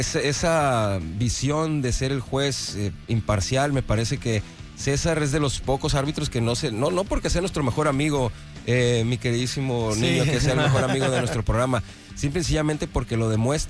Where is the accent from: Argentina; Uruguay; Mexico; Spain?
Mexico; nos falta como mexicanos